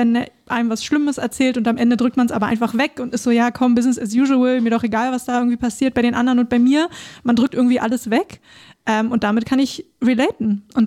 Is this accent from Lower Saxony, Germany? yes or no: no; Neuruppin, Brandenburg, Germany; born there; accent: Berlin dialect; now in Berlin, Germany; für mich als Brandenburgerin natürlich irgendwie um die Ecke